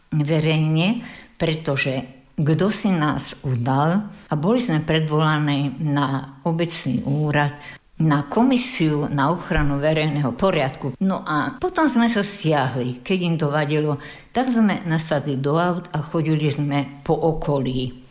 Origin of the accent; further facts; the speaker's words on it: Bánov, Nitra Region, Slovakia; My sme vlastne verejne u nás v Bánove nič nemohli podniknúť.